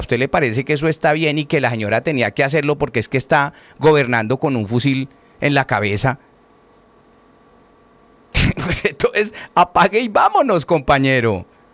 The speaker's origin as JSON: {"language": "Spanish", "country": "Colombia", "said": "yo soy colombiano y defenderé mi patria hasta donde toque."}